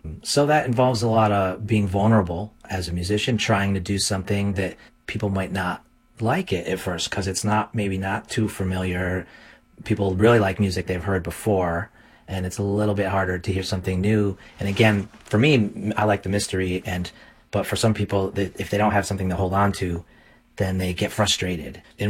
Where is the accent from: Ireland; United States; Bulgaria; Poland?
United States; Binghamton, New York; So I live in a kind of small city